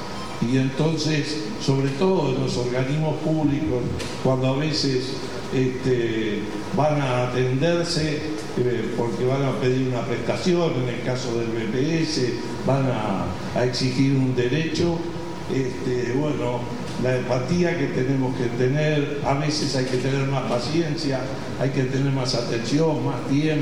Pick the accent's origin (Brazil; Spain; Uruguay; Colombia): Uruguay; Carmelo, Colonia; ustedes vienen de Carmelo, que a su vez es mi pueblo.